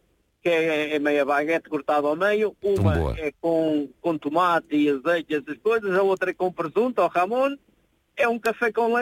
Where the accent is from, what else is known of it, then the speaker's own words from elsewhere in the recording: Sobreda, Centro, Portugal; born there; now in Oliveira do Hospital, Portugal; Eu nasci mesmo na Aldeola, lá na Sobreda.